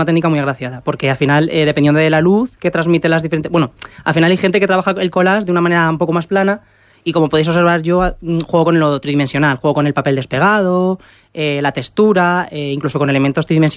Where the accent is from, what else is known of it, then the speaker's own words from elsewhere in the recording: Ciudad Real, Castilla-La Mancha, Spain; moved away as an adult; also born or lived in Madrid; yo desde que estoy en Madrid, bueno, estaba en Madrid, porque he vuelto hace cuestión de unos meses, desde enero estoy aquí en Ciudad Real otra vez, he vuelto a mi tierra natal